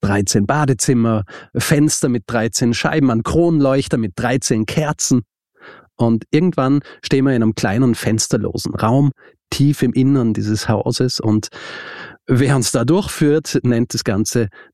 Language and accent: German; Austria; Genau, kein Radio und ich bin Österreicher